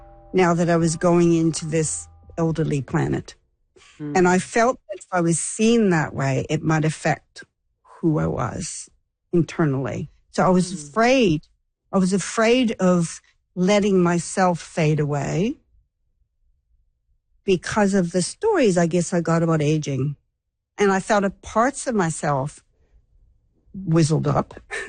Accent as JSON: {"language": "English", "country": "Canada", "moved": "as an adult", "lives_now": "Australia", "said": "I'm a Canadian living in Australia. I've been here 40 years. On the approach of my 70th birthday"}